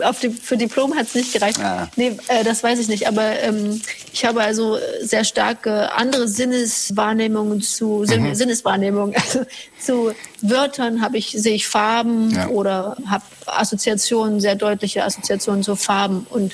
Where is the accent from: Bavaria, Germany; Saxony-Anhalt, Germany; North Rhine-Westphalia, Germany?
Saxony-Anhalt, Germany; Halle; dieses erste Programm, Vertraute Orte, befasst sich mit Orten meiner Kindheit und Jugend in Halle, dort bin ich aufgewachsen.